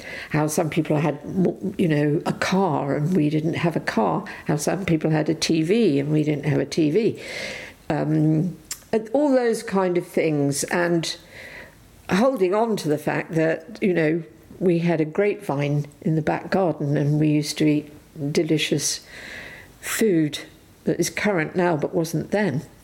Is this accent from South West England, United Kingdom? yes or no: yes; Devon, South West England, United Kingdom; born there; because I was born in Devon, well, not just in Devon, but because I was born in England, I was the English one